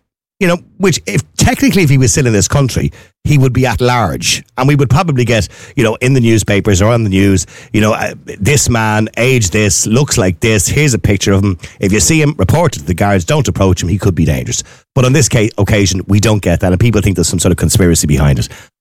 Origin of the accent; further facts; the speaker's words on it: Ireland; became a citizen of India, I'm not actually Indian. I'm still Irish living in India.